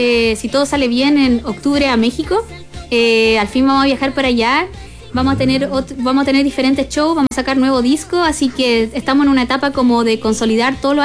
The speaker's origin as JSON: {"language": "Spanish", "town": "Santiago", "region": "Santiago Metropolitan Region", "country": "Chile", "said": "Yo de Santiago."}